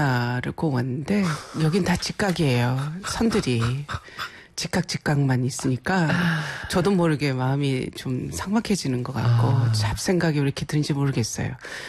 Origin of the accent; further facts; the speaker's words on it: Seungju County, South Jeolla, South Korea; moved away; also born or lived in Jeju; 승주 제 고향이